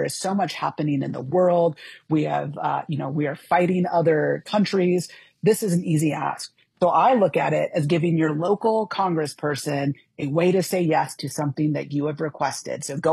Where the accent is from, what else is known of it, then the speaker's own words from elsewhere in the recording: San Diego, California, United States; now in Beaverton, United States; I grew up in San Diego